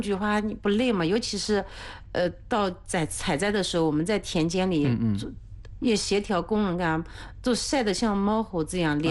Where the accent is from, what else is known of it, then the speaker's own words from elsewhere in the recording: Guzhen, Anhui, China; 我也是土生土长的固镇人，也是农民的孩子，我父亲是老师。